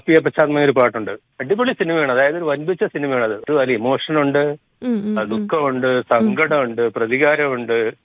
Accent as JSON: {"language": "Malayalam", "town": "Attingal", "region": "Kerala", "country": "India", "tie": "born there", "moved": "as an adult", "lives_now": "Kakkanad, India", "said": "ജന്മം കൊണ്ട് ഞാൻ ആറ്റിങ്ങലായിരുന്നു. അന്ന് 40 കൊല്ലമായിട്ട് ഇങ്ങോട്ട് പറിച്ചു നട്ടു."}